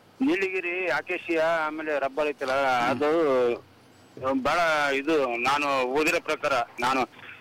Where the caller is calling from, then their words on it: Karnataka, India; ಇಲ್ಲಿ ನಮ್ಮೂರಲ್ಲಿ, ನಮ್ಮ ಆದ್ರಳ್ಳಿ ಅಂತ ಆನಗರಿಂದ ಭದ್ರಾವತಿ ತಾಲೂಕು ಆದ್ರಳ್ಳಿ ಕೈಮಾರದಿಂದ ಈ ಕಡೆ.